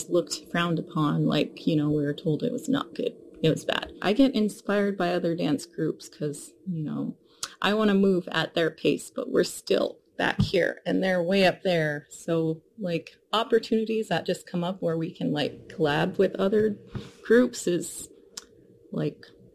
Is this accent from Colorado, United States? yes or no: no; Unalakleet, Alaska, United States; I'm from Unalakleet.